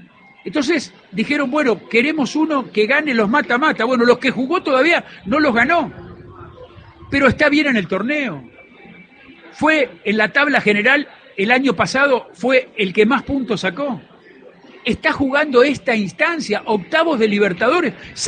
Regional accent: Rosario, Santa Fe, Argentina; como rosarinos y como argentinos queremos y deseamos el triunfo en este caso de Rosario Central.

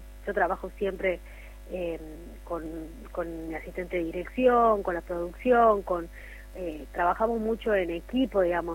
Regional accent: Frías, Santiago del Estero, Argentina; now in Catamarca, Argentina; Yo soy crecí en Frías

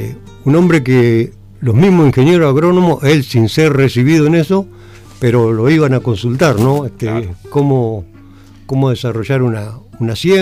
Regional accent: Coronel Pringles, Buenos Aires Province, Argentina; now in Laprida, Argentina; mi ciudad natal es Coronel Pringle. Ajá. Hasta mis 12 años, ahí me pasé a La Prida.

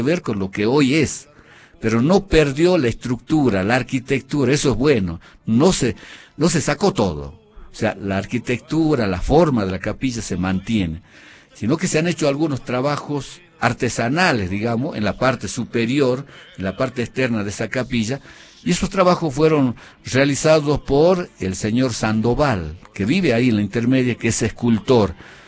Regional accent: Jujuy, Argentina; Y orgullosamente, los puneños tenemos el Monumento Natural de la Laguna de los Pozuelos

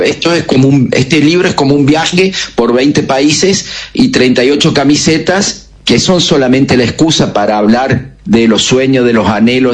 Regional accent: Godoy Cruz, Mendoza, Argentina; now in Córdoba, Argentina; Soy mendocino, sí. De Godoy Cruz, pero sí, como decís vos, vivo en Córdoba hace 34 años.

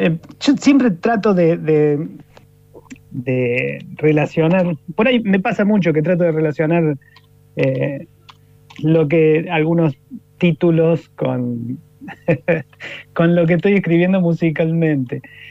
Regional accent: Villa María, Córdoba, Argentina; Y ahora estoy en mi ciudad natal, que es Villa María

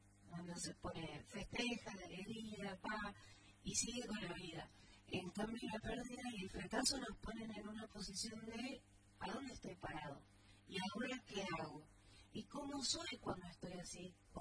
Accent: Argentina

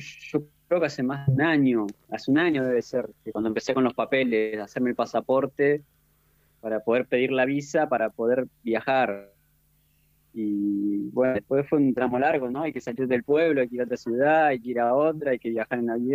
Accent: Trelew, Chubut, Argentina; born there; also born or lived in El Bolsón; now in Epuyén, Argentina; Yo nací en Trelew

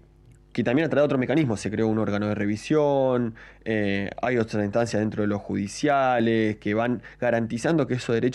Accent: Río Gallegos, Santa Cruz, Argentina; born or raised there

